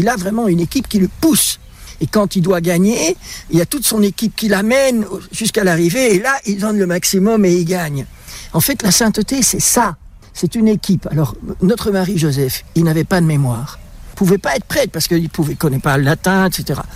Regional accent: Belgium; On est resté en Belgique, puisque je suis belge.

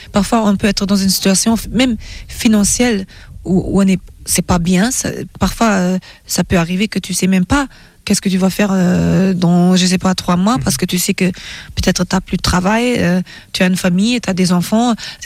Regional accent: Germany; born or raised there

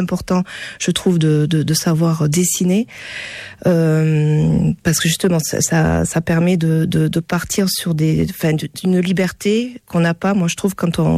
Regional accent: Toulouse, Occitanie, France; born there; also born or lived in Bordeaux; Alors, je suis née à Toulouse. Je suis partie faire une partie de mes études à Bordeaux, parce que la fac d'art plastique n'existait pas encore à Toulouse.

